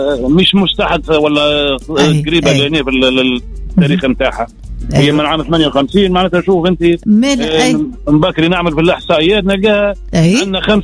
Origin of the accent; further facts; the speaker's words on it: Tunisia; احنا أولاد تونس وإن شاء الله هنكونوا نقدموا لها الإضافة إن شاء الله.